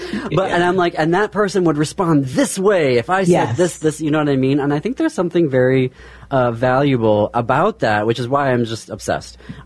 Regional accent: Midwest, United States; born or raised there

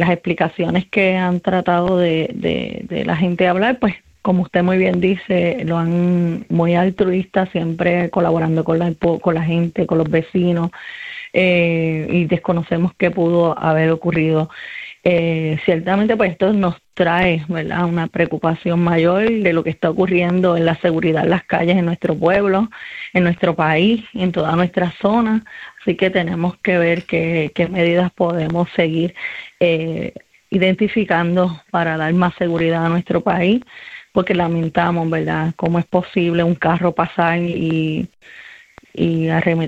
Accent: Santa Isabel, Puerto Rico; Aprovecho para hacerme, ¿verdad?, eco de una noticia que dio de mi pueblo de Santa Isabel

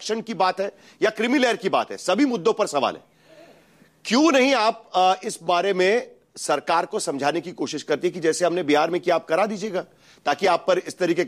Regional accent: Maharashtra, India; मैं महाराष्ट्र से आता हूं

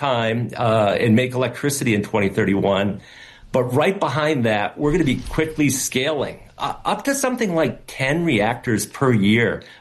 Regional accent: New Hampshire, United States; I grew up in New Hampshire watching the Seabrook nuclear power plant take over 10 years to get built

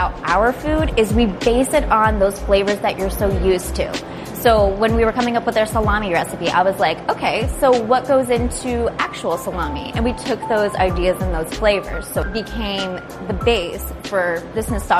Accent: Pennsylvania, United States; moved away as an adult; now in Brooklyn, United States; We're both from Pennsylvania.

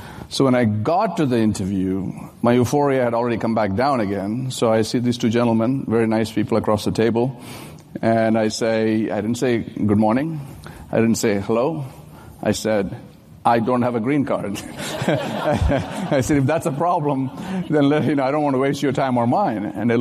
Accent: Kerala, India; born there; I was born in India, in a small state of Kerala, in the, right on the southern, the Florida of India, let's say.

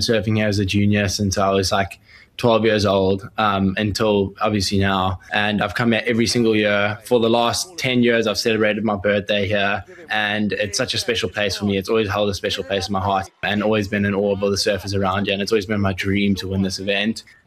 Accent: South Africa; share it with like my family and my best friends and with all the other South Africans.

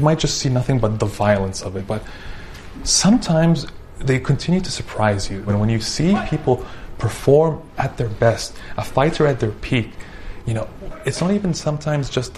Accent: Egypt; now in Canada; I grew up in Egypt

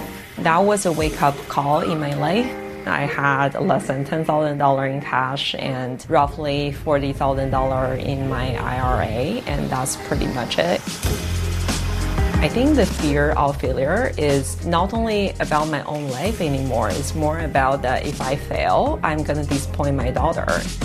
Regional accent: Kaifeng, Henan, China; born or raised there; moved away as an adult; also born or lived in Shanghai; now in United States

